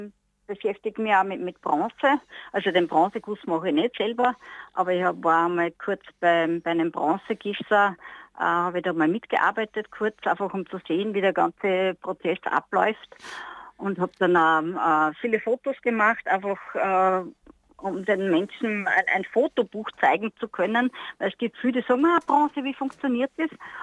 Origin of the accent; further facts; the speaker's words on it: Lower Austria, Austria; habe Wurzeln nach Holland. Mhm. Ja, bin aber geboren, gefüttert und aufgewachsen da im Waldviertel.